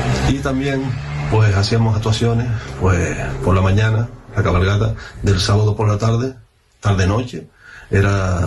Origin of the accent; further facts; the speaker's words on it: Canary Islands, Spain; somos canarios y nos tenemos que unir.